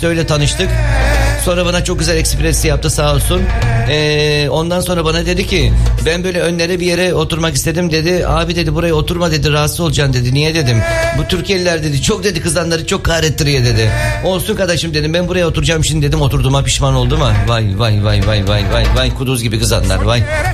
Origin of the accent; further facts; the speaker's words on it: Karaköy, Eastern Macedonia and Thrace, Greece; İskeç'in neresindensin dedim. Ben dedi köydenim dedi. Hangi köydensin dedim. Karaköy'denim dedi. Hoppala. Ama dedim nasıl Karaköy'densin, ben seni tanımıyorum. Ben de Karaköy'denim.